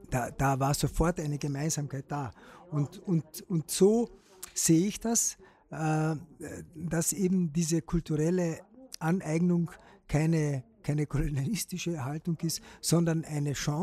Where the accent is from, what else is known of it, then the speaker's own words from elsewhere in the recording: Carinthia, Austria; weil ich bin ja in einer Zeit aufgewachsen in Jauntal, in Boduna, also in der Gegend um Bleiburg, wo das alles andere als entspannt war.